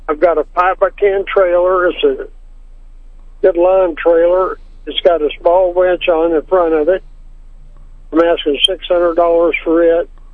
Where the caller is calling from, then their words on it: Waverly, Missouri, United States; from Waverly, Missouri.